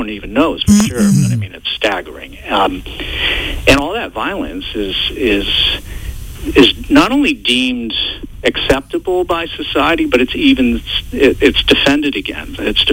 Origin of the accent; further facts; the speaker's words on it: Massachusetts, United States; When I was a boy growing up on the South Shore of Massachusetts